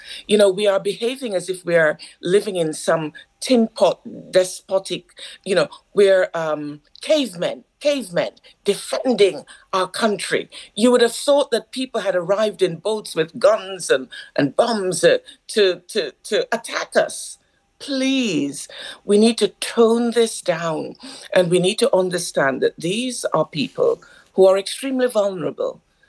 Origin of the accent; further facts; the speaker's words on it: United Kingdom; British people